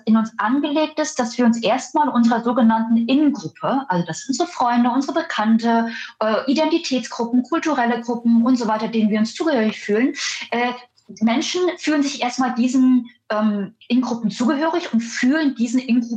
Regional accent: Germany; ich bin auch in Deutschland aufgewachsen, quasi kurz nach dem Mauerfall.

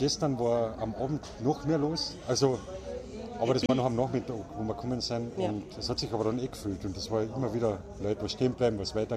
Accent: Villach, Carinthia, Austria; dass wir in Villach spielen, dass ich Heimvorteil habe.

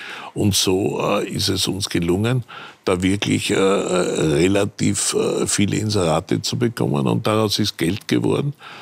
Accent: Salzburg, Austria; also born or lived in Vienna; Ich war ja Salzburger

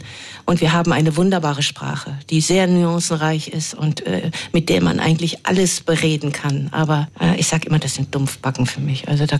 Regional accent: Hamburg, Germany; Ich komme aus Hamburg. Da ist viel Wasser.

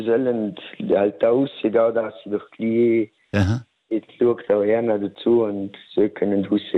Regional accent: Vorarlberg, Austria; Nein, also ich komme aus dem Bregenzer Wald

